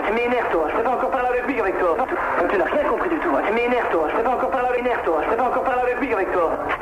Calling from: Nogent, France; 9 ans, j'habite à Nogent.

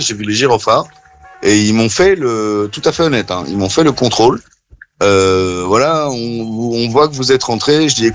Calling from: Belgium; je rentre en Belgique

